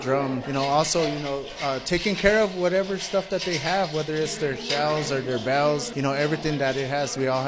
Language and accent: English; Acoma, New Mexico, United States; I am from the Pueblo of Acoma. I come from the Big Sun clan on my mother's side and the Little Turkey clan on my father's side.